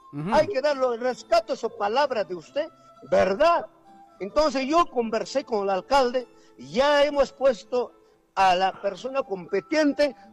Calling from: Mara district, Cotabambas province, Apurímac, Peru; mi pueblo, distrito de Mara, en la provincia de Cotabambas

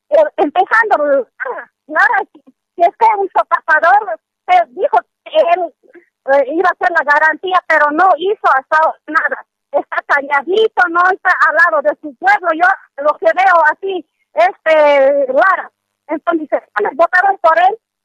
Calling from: La Paz, Bolivia

